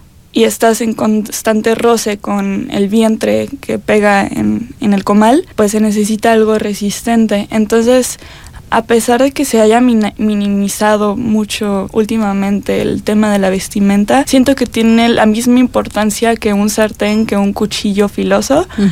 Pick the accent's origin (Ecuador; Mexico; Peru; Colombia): Mexico; Monterrey, Nuevo León; now in Querétaro, Mexico; Por ejemplo, aquí en Querétaro, yo soy de Monterrey